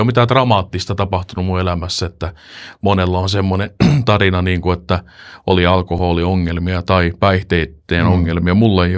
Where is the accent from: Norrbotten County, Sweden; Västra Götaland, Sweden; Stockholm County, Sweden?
Stockholm County, Sweden; Stockholm; now in Finland; Että siellä on syntynyt ja kasvanut.